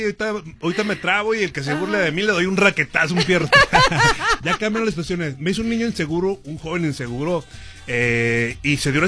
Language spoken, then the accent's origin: Spanish; Durango, Mexico; De la comarca lagunera, del norte.